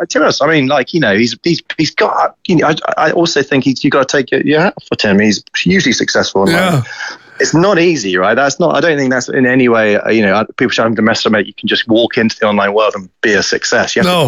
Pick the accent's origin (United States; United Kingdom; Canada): United Kingdom; I mean, you know, and I'm British, right?